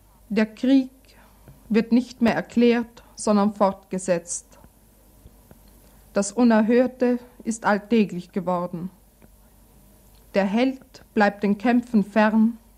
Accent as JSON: {"language": "German", "region": "Carinthia", "country": "Austria", "tie": "born or raised there", "said": "Ich habe meine Jugend in Kärnten verbracht, im Süden, an der Grenze, in einem Tal, das 2 Namen hat, einen deutschen und einen slowenischen."}